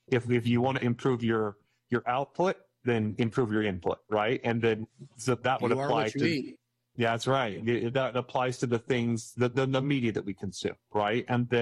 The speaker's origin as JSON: {"language": "English", "region": "Idaho", "country": "United States", "tie": "born or raised there"}